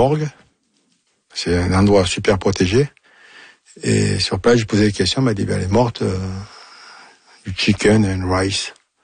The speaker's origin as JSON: {"language": "French", "town": "Marseille", "region": "Provence-Alpes-Côte d'Azur", "country": "France", "said": "avec mon accent, je suis à de Marseille, bien sûr."}